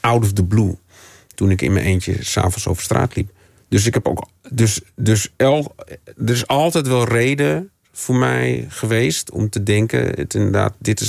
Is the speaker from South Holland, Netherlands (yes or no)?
no; Amsterdam, North Holland, Netherlands; ik ben opgegroeid in Amsterdam